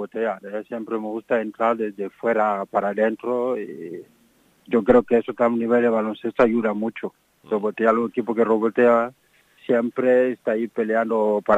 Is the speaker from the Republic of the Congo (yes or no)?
yes; Republic of the Congo; Spanish is a second language; lo que pasa en mi país, el fútbol tiene un nivel cero, que no hay mucho nivel. Además es un país pequeñito, no es como el otro Congo, porque somos vecinos.